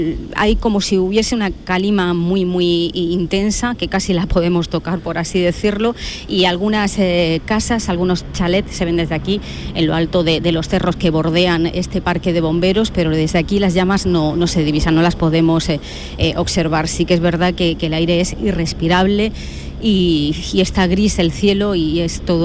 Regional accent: Almería, Andalusia, Spain; yo soy almeriense

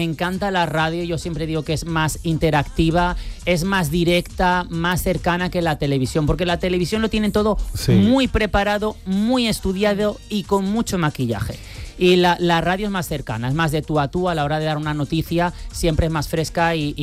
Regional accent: Alzira, Valencian Community, Spain; que está en mi pueblo, en Alcira.

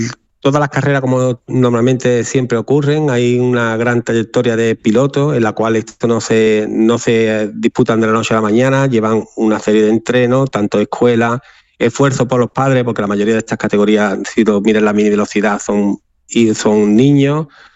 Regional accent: Sanlúcar de Barrameda, Andalusia, Spain; y no porque yo sea de Sanlúcar de Barrameda, sino que para mí mi tierra es lo mejor

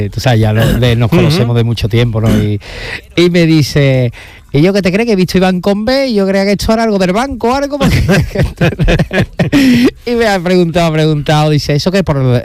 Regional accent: Alcalá de Guadaíra, Andalusia, Spain; born or raised there; also born or lived in Seville

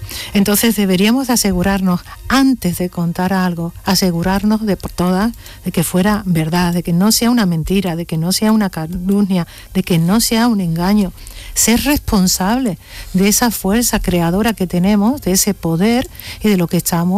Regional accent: Andalusia, Spain; yo lo digo porque como soy andaluza me sale así.

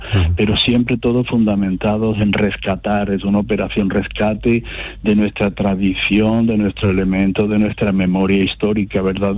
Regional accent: Fuente Vaqueros, Andalusia, Spain; born there; la tierra de Federico, que es mi tierra, la tierra donde nacimos

